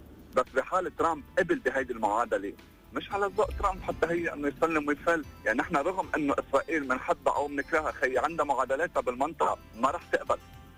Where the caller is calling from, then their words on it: Beirut, Beirut Governorate, Lebanon; من بيروت.